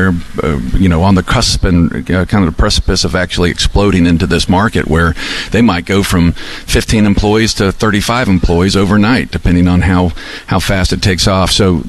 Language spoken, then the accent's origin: English; Mississippi, United States; Like, I grew up on the Gulf Coast, and I remember flying out of that airport where they had two gates, and it was a sleepy, tiny little airport.